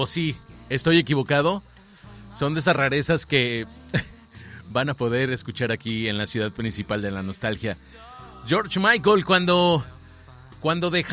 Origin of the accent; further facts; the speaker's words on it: Mexico; Así somos los mexicanos y tienes razón. Las mamás mexicanas son las más chidas.